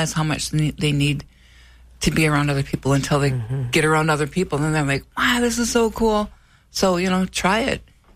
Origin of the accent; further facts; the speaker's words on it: Cass Lake, Minnesota, United States; I kind of talked to Shanae about growing up in Cass Lake, and my mother was an activist, and she was always alone in it.